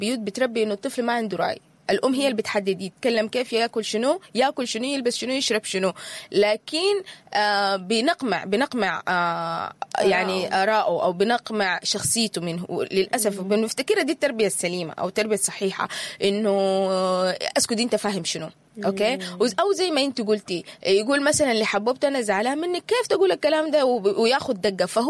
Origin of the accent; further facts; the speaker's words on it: Sudan; إحنا كسودانيين